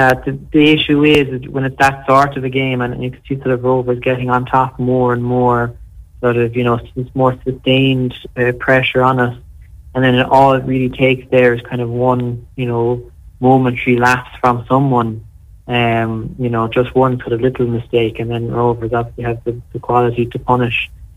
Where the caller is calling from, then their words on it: Vienna, Austria; I'm ringing in from Vienna, Seamus.